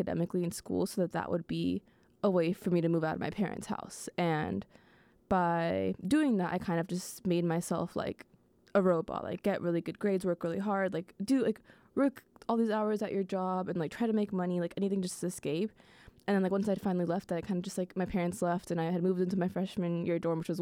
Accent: Katy, Texas, United States; moved away as an adult; now in Austin, United States; I'm from Katy, so like a suburb of Houston. I like to call it fake Houston, but yeah, it's like super car dependent

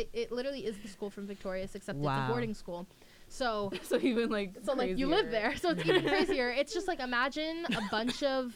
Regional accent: Florida, United States; and we were, because I'm from Florida, and I'm

